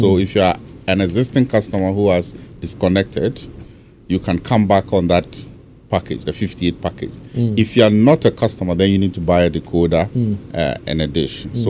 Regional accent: Kumasi, Ashanti, Ghana; moved away; I grew up in Kumasi.

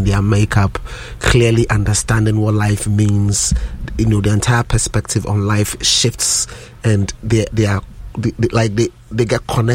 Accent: Ghana; we are from Ghana

